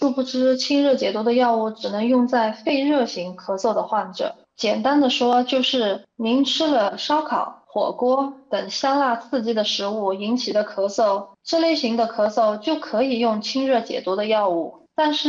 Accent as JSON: {"language": "Chinese", "region": "Yunnan", "country": "China", "said": "我们云南人可是吃山珍长大的，"}